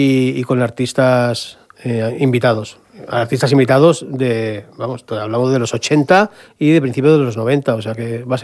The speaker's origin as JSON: {"language": "Spanish", "town": "Barcelona", "region": "Catalonia", "country": "Spain", "lives_now": "Murcia, Spain", "said": "yo soy de Barcelona y llegué a Murcia en plena ebullición, tanto mía como de la ciudad."}